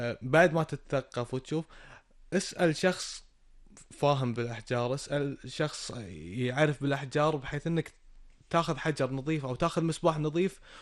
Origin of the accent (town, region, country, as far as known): Kuwait